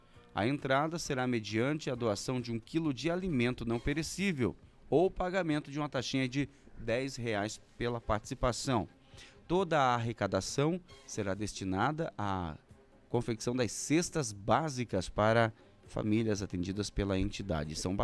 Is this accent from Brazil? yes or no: yes; Brazil; Afinal, a gente é brasileiro, hein?